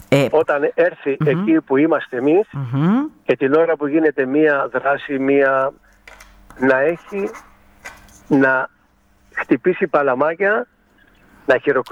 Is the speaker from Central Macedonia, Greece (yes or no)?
no; Paradeisi, South Aegean, Greece; Προσωπικά για μένα είναι το χωριό μου. Εδώ γεννήθηκα, εδώ μεγάλωσα, εδώ έκανα την οικογένειά μου.